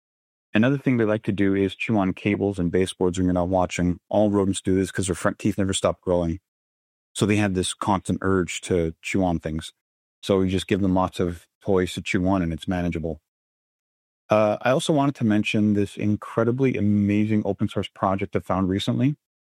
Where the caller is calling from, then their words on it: Ontario, Canada; I am Canadian, living in Canada.